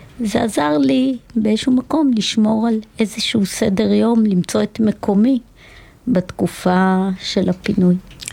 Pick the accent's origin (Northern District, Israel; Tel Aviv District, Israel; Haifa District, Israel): Northern District, Israel; גלילים, כולנו גלילים